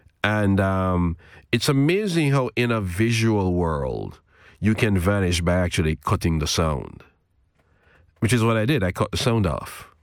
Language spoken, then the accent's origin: English; Portmore, Saint Catherine Parish, Jamaica; Well, I was Kingston adjacent, actually. I was in a suburb called Portmore.